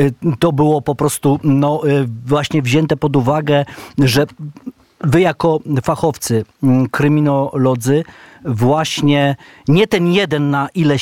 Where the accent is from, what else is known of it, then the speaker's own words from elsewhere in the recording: Kamienna Góra, Lower Silesian Voivodeship, Poland; Ja pochodzę z Kamiennej Góry